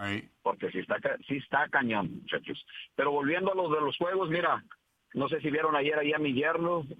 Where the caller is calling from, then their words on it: Mexico; lo que somos nosotros los mexicanos